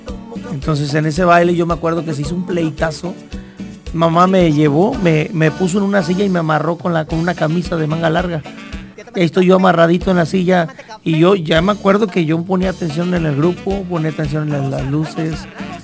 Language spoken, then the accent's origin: Spanish; Pánuco, Veracruz, Mexico; also born or lived in Tamaulipas; O sea, crecí en Veracruz. Toda mi vida ha sido en Veracruz, pero nací en Tamaulipas.